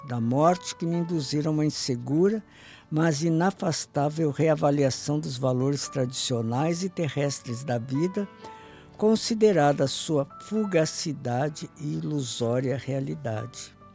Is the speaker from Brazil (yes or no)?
yes; Guaíba, Rio Grande do Sul, Brazil; encomendado pela Prefeitura de Guaíba, minha terra natal.